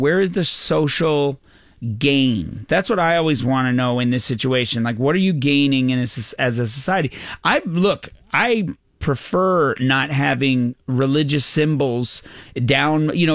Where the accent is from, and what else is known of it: Newfoundland and Labrador, Canada; born or raised there